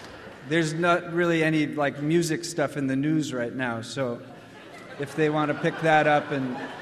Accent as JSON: {"language": "English", "town": "Los Angeles", "region": "California", "country": "United States", "said": "We're from Los Angeles."}